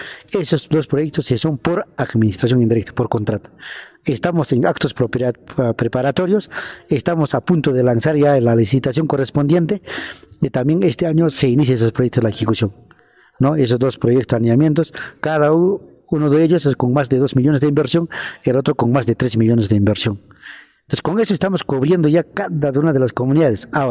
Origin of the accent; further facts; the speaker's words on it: Peru; porque yo soy de Yuricancha